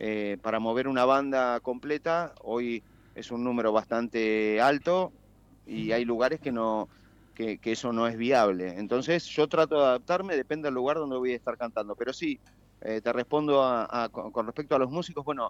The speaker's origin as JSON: {"language": "Spanish", "country": "Argentina"}